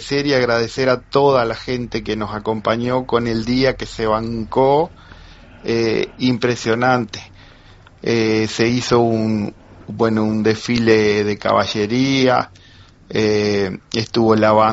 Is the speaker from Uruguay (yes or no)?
yes; Barker, Colonia, Uruguay; zona de Barker es muy grande, porque abarca también la parte de campo. Yo, por ejemplo, no vivo ahí mismo, estoy a 4 kilómetros, pero soy de Barker